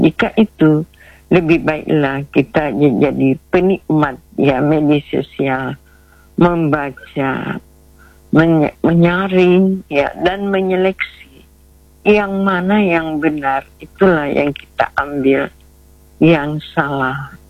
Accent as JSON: {"language": "Indonesian", "region": "South Sulawesi", "country": "Indonesia", "said": "kita sebagai orang Bugis"}